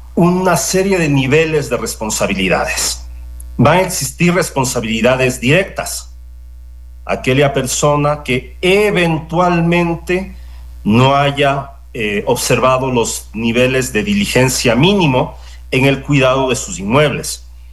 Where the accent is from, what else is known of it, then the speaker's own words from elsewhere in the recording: Riobamba, Chimborazo, Ecuador; la respuesta es muy, muy fácil de realizar para quienes somos de Riobamba o quienes tenemos un contacto con Riobamba.